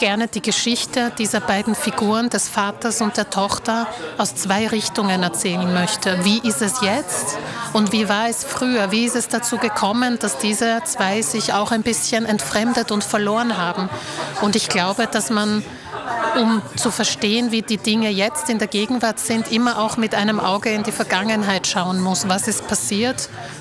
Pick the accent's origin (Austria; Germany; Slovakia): Slovakia; Bratislava, Bratislava Region; born there; German is a second language; Ich fahre wahnsinnig gerne nach Bratislava, mein Geburtsort. Und ich gebe mir auch Mühe, jedes Jahr mehrere Bücher auf Slowakisch zu lesen, um die Sprache ein bisschen in Fluss zu halten. Ich spreche auch natürlich mit meinen Eltern Slowakisch.